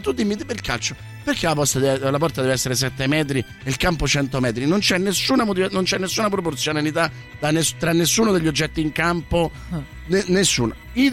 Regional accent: Slovenia; Allora, Djokovic, lo odio perché sono sloveno, lo odio perché è pazzo

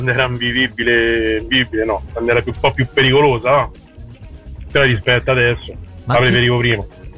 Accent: Rome, Lazio, Italy; moved away as an adult; now in Infernetto, Rome, Italy; nato e cresciuto a Garbatella.

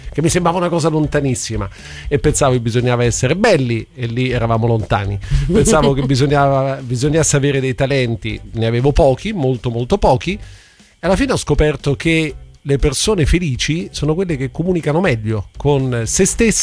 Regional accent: Germany; Italian is a second language; now in Italy; perché sono tedesco, ho sempre avuto un po' un complesso sulla mia conoscenza dell'italiano

